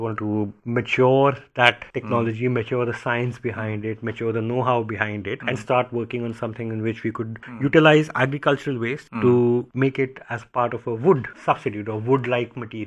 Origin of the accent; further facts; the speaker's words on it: Delhi, India; I grew up in Delhi in the 90s and the 80s.